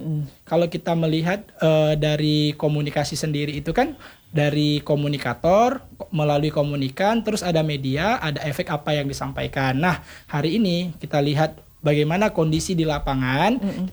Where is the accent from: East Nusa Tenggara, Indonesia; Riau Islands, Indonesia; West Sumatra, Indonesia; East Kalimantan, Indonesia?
Riau Islands, Indonesia; Tanjung Pinang; moved away as an adult; also born or lived in Yogyakarta; saya putra daerah dari Kota Tanjung Pinang. Yang baru pulang dari perantau habis pendidikan di Kota Jogja.